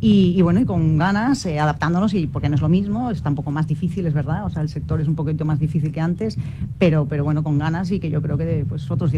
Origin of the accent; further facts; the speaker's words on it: Galicia, Spain; now in Almería, Spain; yo soy gallega, entonces he incorporado cosas gallegas aquí.